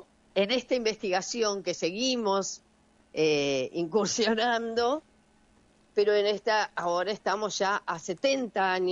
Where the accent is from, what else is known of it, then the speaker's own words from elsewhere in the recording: San Andrés, Buenos Aires Province, Argentina; en mi barrio, en el lugar de donde yo nací.